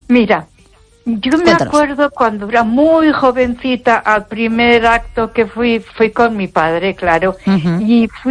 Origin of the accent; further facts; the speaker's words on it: Ponferrada, Castile and León, Spain; Buenas noches, Esther. Soy otra vez la... … de Ponferrada.